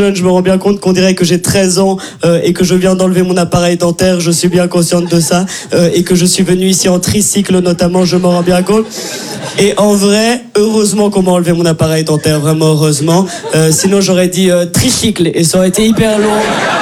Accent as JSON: {"language": "French", "region": "Brussels", "country": "Belgium", "accent": "Brussels", "said": "C'est peut-être mon accent de Bruxelles ou mon immense voix, je sais pas. Mais en tout cas, je viens pas de France, voilà, je viens de Belgique."}